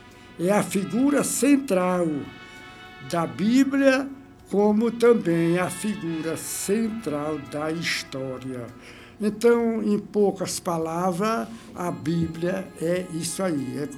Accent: Itabaiana, Sergipe, Brazil; now in Lagarto, Brazil; Eu estou em Lagarto há 46 anos. Sou de Itabaiana e cheguei em Lagarto no ano de 80, final de 79.

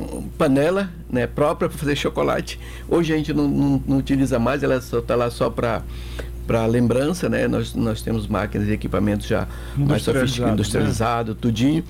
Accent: Amazon, Brazil

